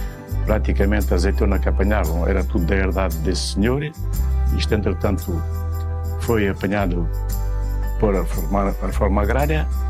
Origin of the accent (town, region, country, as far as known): Ervidel, Beja, Portugal; born or raised there